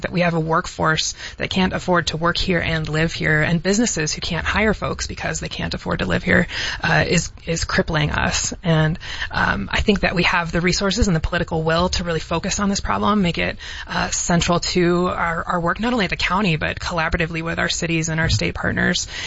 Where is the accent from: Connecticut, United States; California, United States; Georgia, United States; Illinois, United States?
Illinois, United States; I grew up in the Chicago suburbs, like I like to say, where Costco meets the cornfields.